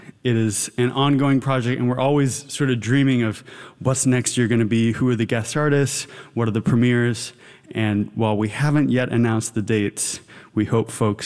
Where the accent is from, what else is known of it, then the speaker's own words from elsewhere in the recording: Seattle, Washington, United States; Growing up in Seattle